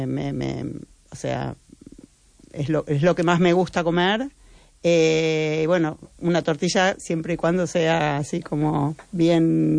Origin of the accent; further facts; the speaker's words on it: Canada; Spanish is a second language; Y en Canadá, de donde soy, es que comida es, bueno...